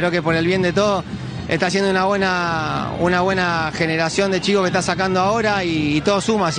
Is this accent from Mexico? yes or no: no; Argentina; pero obviamente como argentino me gustaría que siga.